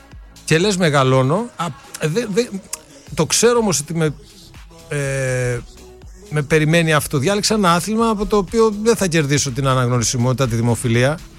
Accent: Greece; ενώ είμαστε Έλληνες.

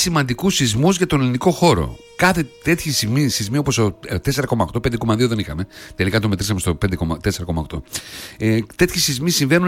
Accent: Thessaloniki, Central Macedonia, Greece; born there

